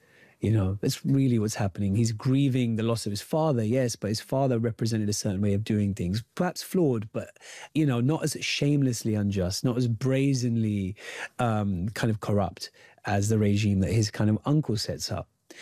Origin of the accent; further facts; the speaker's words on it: United Kingdom; my own lived experience as a British Asian.